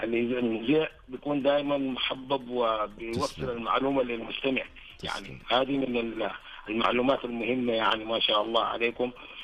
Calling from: Buraydah, Al-Qassim, Saudi Arabia; اكلمكم من القصيم، من بريدة.

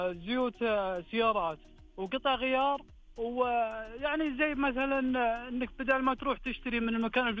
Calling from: Najran, Najran Province, Saudi Arabia; من نجران.

